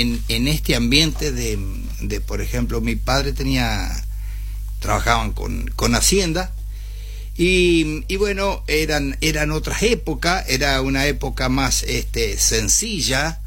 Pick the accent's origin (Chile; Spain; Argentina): Argentina; Maciel, Santa Fe; Nosotros, yo nazco en Maciel, zona campo.